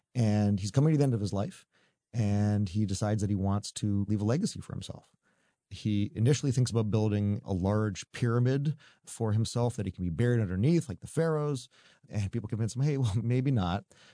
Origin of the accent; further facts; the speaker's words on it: Canada; I grew up in Canada, and I really always enjoyed just going out in the winter nights and looking up at the stars.